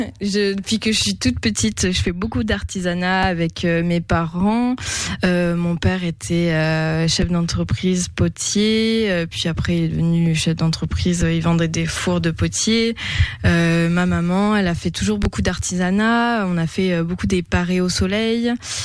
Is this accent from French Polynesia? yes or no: yes; French Polynesia; now in France; toute mon enfance en Polynésie